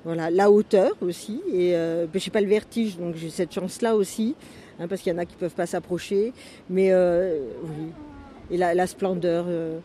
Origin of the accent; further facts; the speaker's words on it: Le Mans, Pays de la Loire, France; Quand j'étais enfant, j'habitais au Mans et donc, avec mes parents, on venait visiter un petit peu.